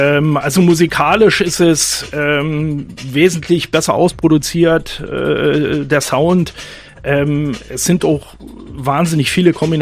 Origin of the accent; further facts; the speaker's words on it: Görlitz, Saxony, Germany; born there; tatsächlich geboren in Görlitz